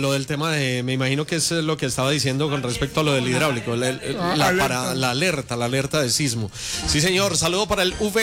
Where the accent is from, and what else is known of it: Manizales, Caldas, Colombia; moved away